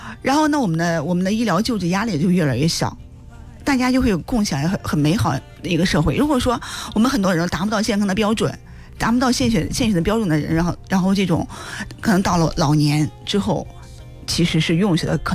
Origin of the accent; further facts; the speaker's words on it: Henan, China; 其实我想我们作为一个中国人，作为河南人，我们应该感到非常的骄傲啊，